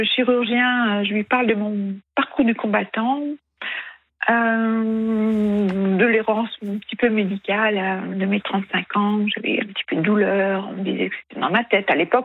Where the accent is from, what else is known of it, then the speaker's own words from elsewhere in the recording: Hauts-de-France, France; Je suis native du Pas-de-Calais